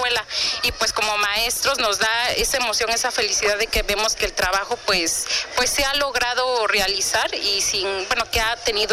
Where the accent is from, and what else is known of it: San Luis Atolotitlán, Puebla, Mexico